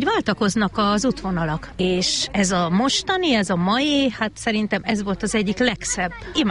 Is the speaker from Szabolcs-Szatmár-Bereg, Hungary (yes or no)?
no; Vértesszőlős, Komárom-Esztergom, Hungary; Vértes Szőlősről jöttünk a férjemmel, barátok Budapestről